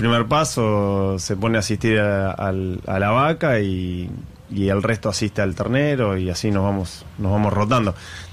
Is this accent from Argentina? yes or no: yes; Mercedes, Argentina; now in Nueve de Julio, Argentina; Yo soy de Mercedes. Pero ya hace unos cuantos años que vivo en 9 de julio.